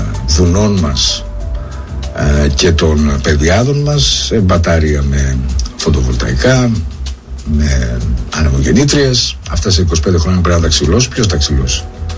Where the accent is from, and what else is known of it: Greece; also born or lived in Athens